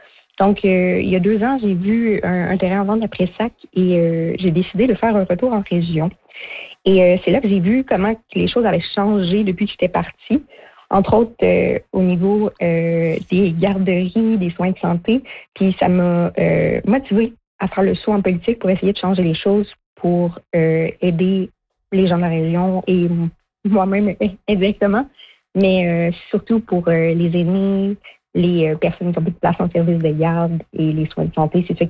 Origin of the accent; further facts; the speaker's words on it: Berry, Quebec, Canada; also born or lived in Montreal; Dans le fond, je viens de Béry, tout près d'Amos. Mm-hmm. Mon père, mon grand-père, mon arrière-grand-père vient aussi de Béry.